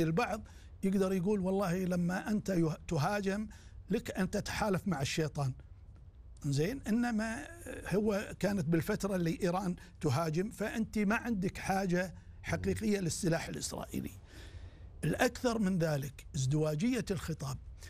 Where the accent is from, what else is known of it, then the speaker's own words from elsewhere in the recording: Kuwait; عندنا بالكويت